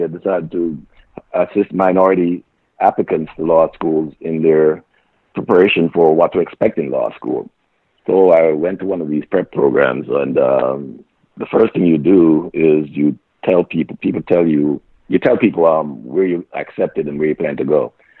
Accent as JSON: {"language": "English", "country": "Jamaica", "moved": "yes", "lives_now": "United States", "said": "as poor Jamaican"}